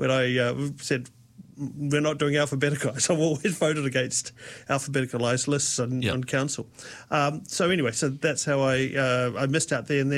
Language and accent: English; Wellington, New Zealand; also born or lived in California / Canada; Born and raised in Wellington.